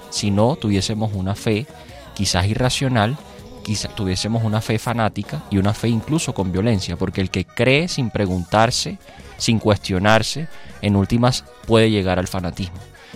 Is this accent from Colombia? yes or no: yes; Cartagena, Bolívar, Colombia; Soy cartagenero, tengo 29 años, soy abogado, pero antes que todo soy un hijo amado de Dios